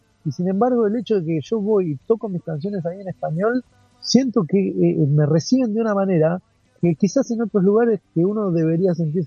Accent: Argentina; yo tengo una característica, una raíz argentina, yo soy músico argentino, sí. Por eso mis canciones son en castellano, y no hablo de tú ni de ti, yo hablo de vos

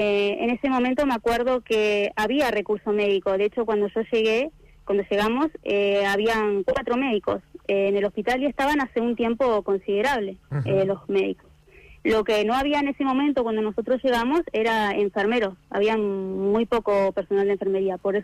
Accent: Comodoro Rivadavia, Chubut, Argentina; moved away as an adult; Yo soy de Comodoro, y cambiar de la ciudad a un pueblito más chico, más tranquilo

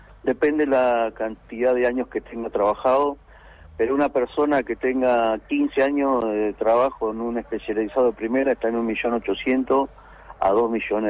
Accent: Chubut, Argentina; yo soy de Chubut y lucho por Chubut

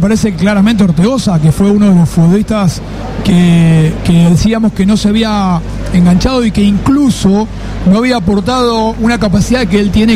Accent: Rosario, Santa Fe, Argentina; vos sabés que yo soy hincha de Central Córdoba de Rosario, como buen rosarino.

